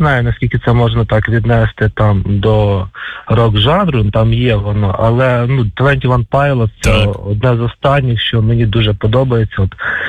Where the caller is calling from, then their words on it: Kyiv, Ukraine; Київ. Я з Києва.